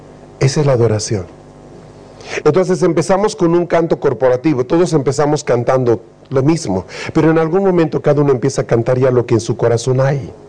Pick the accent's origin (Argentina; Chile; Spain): Chile; Porque desde que somos niños los chilenos, de alguna manera estamos asociados con la imagen a través del catolicismo o del evangelismo de Jesús.